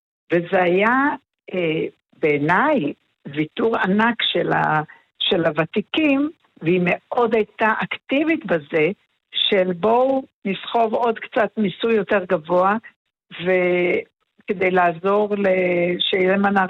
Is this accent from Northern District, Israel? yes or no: yes; Menara, Northern District, Israel; born there; אנחנו גם גדלנו, אני בת קיבוץ גם גדלתי בתנאי פנימיה פחות או יותר, נכון? כי גדלנו בתי ילדים.